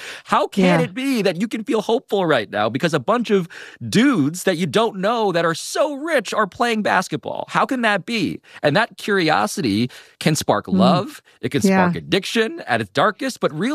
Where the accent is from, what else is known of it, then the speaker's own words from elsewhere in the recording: New York City, New York, United States; one of the best experiences you could have as a New Yorker, and I'm saying all time, I've been here for 40 years, born and raised